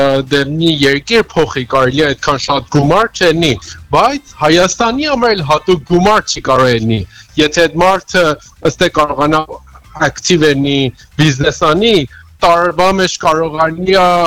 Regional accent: Iran; now in Yerevan, Armenia; Ես Երևանում եմ եւ Իրանից եմ եկել։

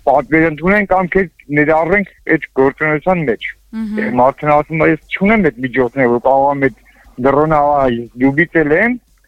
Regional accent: Armavir, Armavir Province, Armenia; Մեր մոտ Արմավիրի մարզ, այս Արմավիրից եմ, Արմավիրի մարզում մենք ունենք արգելված, մոռացված նավթի հանք

